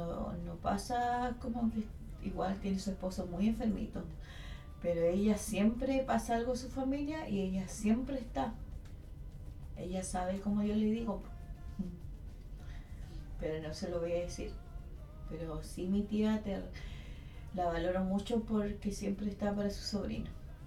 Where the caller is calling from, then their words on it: Melinka, Aysén, Chile; Yo estoy acá en Melinca